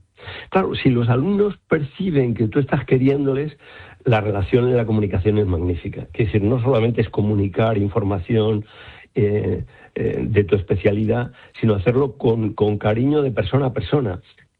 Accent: Madrid, Community of Madrid, Spain; moved away as an adult; now in La Armuña, Salamanca, Spain; soy madrileño de Chamberí y me he ido a vivir a la Armuña Salmantina

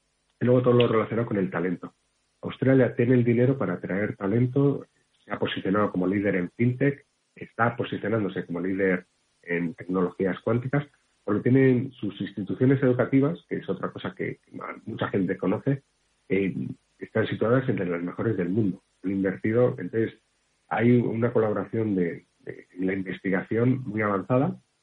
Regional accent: Spain; Pues yo, mi sueño como español y medio australiano es que permita acercar dos países que estamos condenados a entendernos.

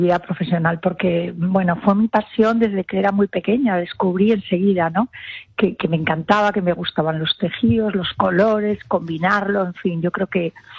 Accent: León, Castile and León, Spain; abrí una tienda multimarca con mi hermana en León, yo soy leonesa

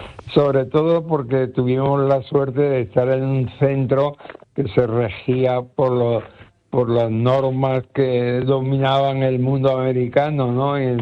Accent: Cádiz, Andalusia, Spain; also born or lived in Nules, Spain; Y con 5 años, mi padre se trasladó a Cádiz y por eso yo ya me crié en Cádiz, donde ya estudié.

